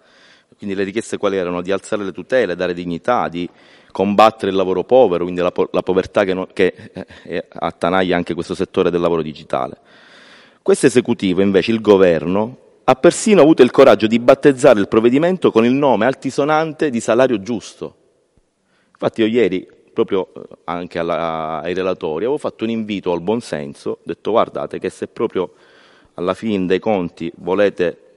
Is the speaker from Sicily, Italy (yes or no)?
yes; Casteldaccia, Sicily, Italy; quando torno a casa a Casteldaccia, nel piccolo paesino di provincia, in provincia di Palermo